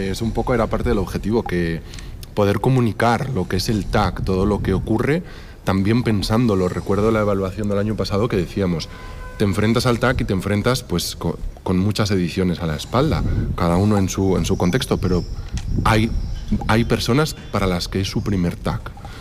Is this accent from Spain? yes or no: yes; Valladolid, Castile and León, Spain; yo sé que soy de aquí, de Valladolid, de toda la vida, dedicado a las artes escénicas.